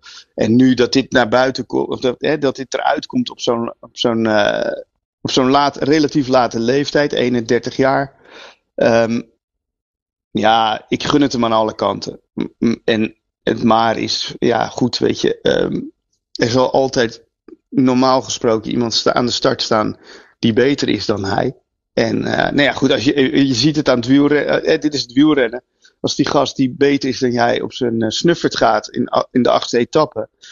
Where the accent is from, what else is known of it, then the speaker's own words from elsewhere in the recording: Netherlands; Voor de Nederlanders